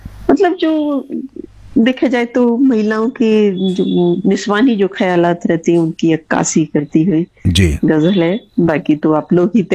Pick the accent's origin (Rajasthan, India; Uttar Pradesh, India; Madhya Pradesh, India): Madhya Pradesh, India; Gwalior; moved away as an adult; also born or lived in Mumbai; now in Bangalore, India; मैं वैसे बेसिकली ग्वालियर मध्य प्रदेश की ही रहने वाली हूँ। मेरी अपब्रिंगिंग मध्य प्रदेश में ही हुई है, लेकिन मेरे जो पेरेंट्स हैं वो दिल्ली वाले हैं, पुरानी दिल्ली के, तो वहां से थोड़ा सा उर्दू का टच मेरी जुबान में आया।